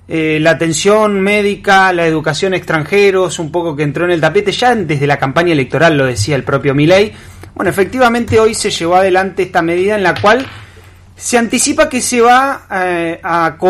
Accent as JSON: {"language": "Spanish", "country": "Argentina"}